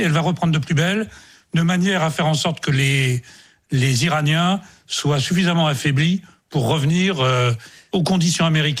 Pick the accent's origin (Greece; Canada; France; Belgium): France; Et là, en tant que Français, il faut pas être naïf.